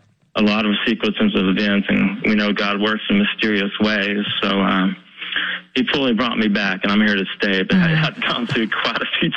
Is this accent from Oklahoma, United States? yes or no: yes; Weatherford, Oklahoma, United States; I know people in Oklahoma City and my hometown of Weatherford and a lot of places that are going through loneliness too.